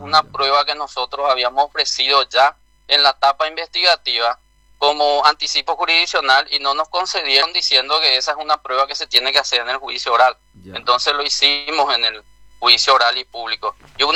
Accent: Alto Paraná, Paraguay; todos nosotros que somos de Alto Paraná, sobre todo zona Ciudad del Este, Presidente Franco, Hernandaria

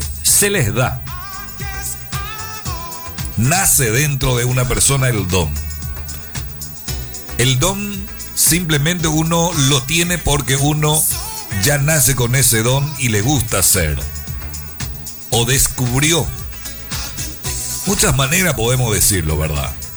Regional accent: Paraguay; now in Ciudad del Este, Paraguay; Yo por ejemplo vengo de una compañía, no de una ciudad. Porque mucha gente me pregunta, vos sos de Ciudad del Este, vos sos de Asunción, vos sos de tal ciudad. No, yo no soy de la ciudad.

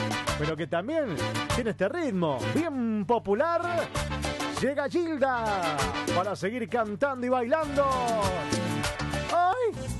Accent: Pilar, Buenos Aires Province, Argentina

